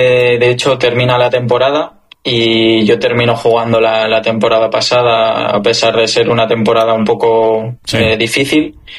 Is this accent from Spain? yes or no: yes; Spain